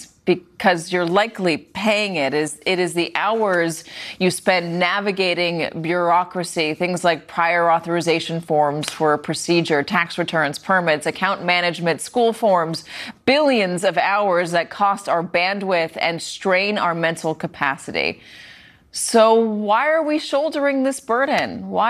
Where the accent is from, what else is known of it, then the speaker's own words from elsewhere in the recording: United States; because I've lived here my whole life. Obviously, I'm an American.